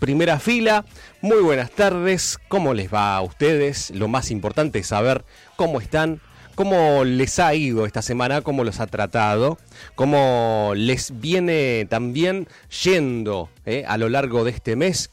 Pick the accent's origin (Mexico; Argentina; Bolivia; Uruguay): Argentina; Somos argentinos, guarda, guarda porque también tiene que ver con esto, con el ADN argentino, con los gustos, con las costumbres, está el mate, el asado, el fútbol, el tango